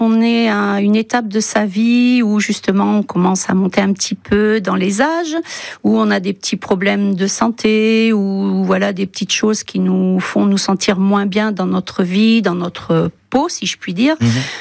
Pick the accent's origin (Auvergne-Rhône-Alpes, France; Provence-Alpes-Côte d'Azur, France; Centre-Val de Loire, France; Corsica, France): Centre-Val de Loire, France; now in Benaille, France; je ne suis pas originaire de Benaille, je suis originaire du Sancerre.